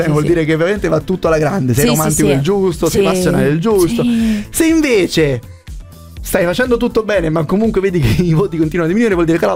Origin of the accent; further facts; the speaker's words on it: Poggibonsi, Tuscany, Italy; born there; tutte le volte che dico che sono nato a Poggi Bonzi